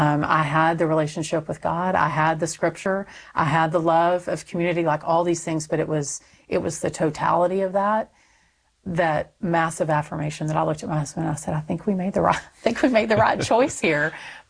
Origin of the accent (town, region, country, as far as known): Texas, United States